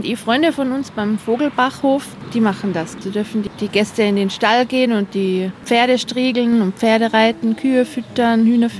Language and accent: German; St. Johann im Pongau, Salzburg, Austria; Ich selber bin aus St. Gehan und habe die Tourismusschule in Bischofshofen besucht